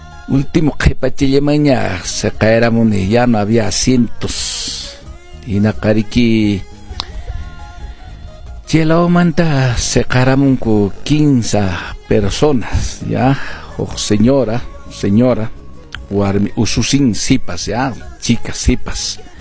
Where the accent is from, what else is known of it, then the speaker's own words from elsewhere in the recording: Cusco, Peru; Avenida Santiago, somos cusqueños